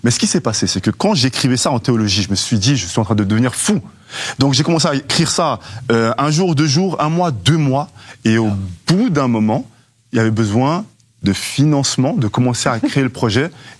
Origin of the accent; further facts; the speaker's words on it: Switzerland; Je suis suisse, c'est ma montre.